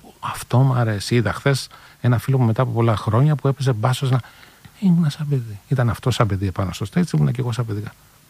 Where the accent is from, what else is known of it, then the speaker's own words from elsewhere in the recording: Oitylo, Peloponnese, Greece; Εγώ είμαι από τη μία πλευρά, από το Ήτειλο.